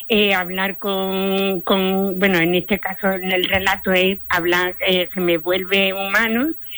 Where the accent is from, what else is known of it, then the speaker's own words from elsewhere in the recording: Jerez de la Frontera, Andalusia, Spain; accent: Andalusian; now in Oviedo, Spain; yo soy andaluza, soy de Jerez de la Frontera, pero llevo ya aquí muchos años viviendo en Oviedo. Y bueno, como verás, todavía conservo el acento andaluz